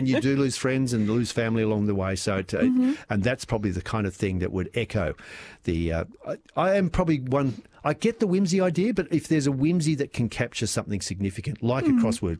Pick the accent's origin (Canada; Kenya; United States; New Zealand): New Zealand; Being a Kiwi, my own, one and only tattoo reflects my heritage and a deep love and affinity for New Zealand.